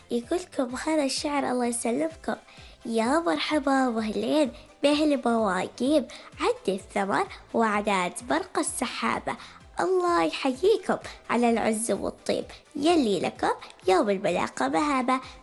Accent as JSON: {"language": "Arabic", "town": "Saham", "region": "Al Batinah North", "country": "Oman", "said": "من ولاية صحم."}